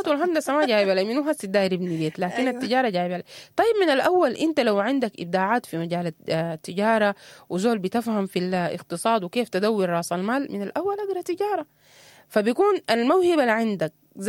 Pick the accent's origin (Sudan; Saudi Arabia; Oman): Sudan